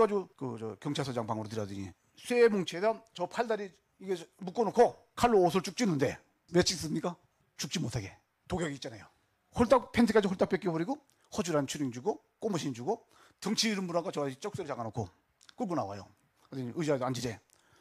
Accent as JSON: {"language": "Korean", "country": "North Korea", "lives_now": "South Korea", "said": "해서 난 북한 놈 맞아."}